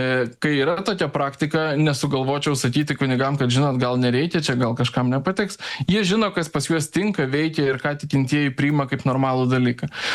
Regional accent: Vilnius, Vilnius County, Lithuania; Matot, aš esu aukštaitis, vilnietis ir mano patirtis Žemaitijoje

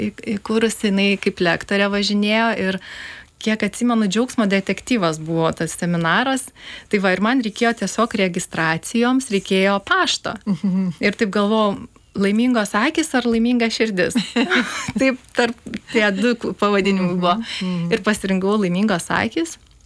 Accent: Panevėžys, Panevėžys County, Lithuania; Taip, aš iš Panevėžio.

